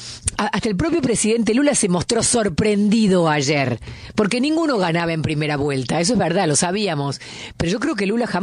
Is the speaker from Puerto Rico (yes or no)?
no; Argentina; Vos sabés, Elio, como argentina, que nosotros acá siempre decimos que votamos con el bolsillo.